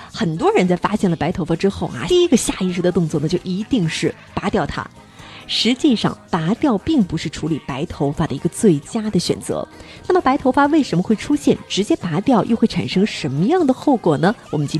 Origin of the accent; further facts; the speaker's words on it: China; 我们中国人的毛发呀本身就是黑色的